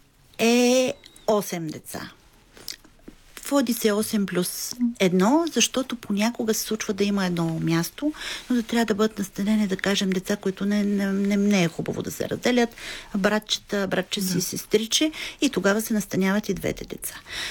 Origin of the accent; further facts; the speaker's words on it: Burgas, Burgas Province, Bulgaria; moved away as an adult; now in Sofia, Bulgaria; аз съм от Бургас. Дойдох в София специално за да работя като социален работник